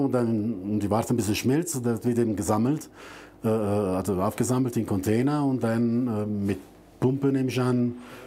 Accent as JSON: {"language": "German", "country": "Italy", "said": "ich als Italiener"}